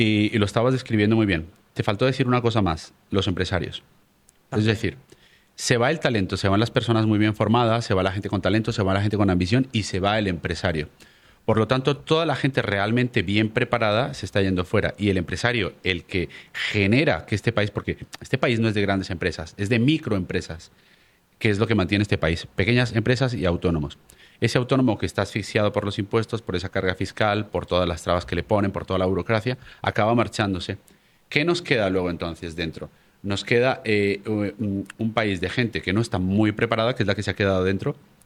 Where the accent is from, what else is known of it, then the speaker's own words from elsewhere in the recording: Colombia; moved away as an adult; now in Spain; Yo llevo viviendo 25 años en España, hace 27 que salí de mi país de origen, que es Colombia